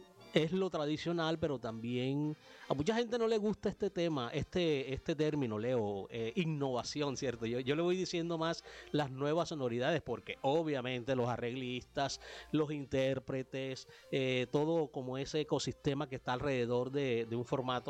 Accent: Córdoba, Colombia; nos identifica a los cordobeses, a los caribes, a los colombianos

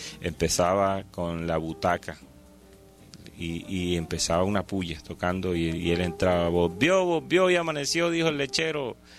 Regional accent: Salitral, Sucre, Colombia; Y escuchaba de niño en Salitral, levantaba temprano a acompañar a mi mamá

